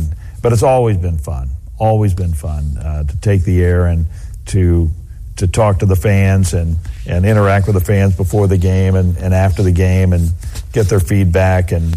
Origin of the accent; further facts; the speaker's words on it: Columbus, Indiana, United States; also born or lived in Washington, Indiana; I was born in Washington, Indiana. We moved to Columbus, Indiana, and grew up watching high school basketball live at Memorial Gym.